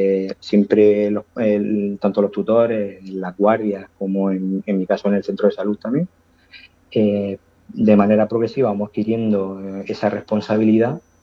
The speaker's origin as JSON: {"language": "Spanish", "town": "Abarán", "region": "Region of Murcia", "country": "Spain", "tie": "born or raised there", "moved": "as an adult", "lives_now": "Vega Baja, Spain", "said": "yo soy de Abarán, pero de una pedanía muy chiquitina que se llama Casablanca, una pedanía de Abarán. Y somos un censo de 24 habitantes y casi 13 son de mi familia, o sea que somos una aldea muy chiquitina"}